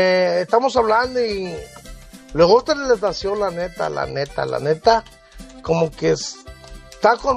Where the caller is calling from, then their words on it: Valle de Santiago, Guanajuato, Mexico; nosotros somos de Guanajuato, Valle de Santiago, Guanajuato, y Michoacán, y en San Luis también